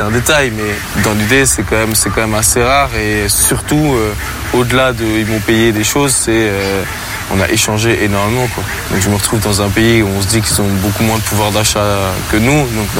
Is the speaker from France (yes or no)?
yes; Champigny, Île-de-France, France; Je dis, mais moi, je viens de Champigny, c'est juste à côté, 94 et tout.